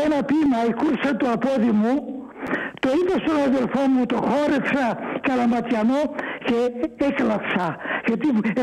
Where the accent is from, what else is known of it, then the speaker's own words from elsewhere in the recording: Cyprus; moved away; εγώ είμαι από την ΚΟ. Και σαν με διώξαν οι Τούρκοι από το νησί μου να φύγω από το σπίτι